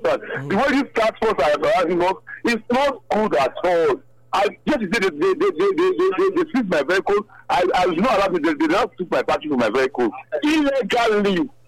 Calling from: Benin City, Edo, Nigeria; I'm calling from Benin.

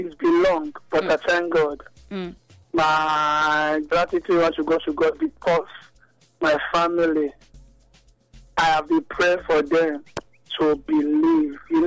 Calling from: Benin City, Edo, Nigeria; I'm calling from Benin City, Ugbowo Road.

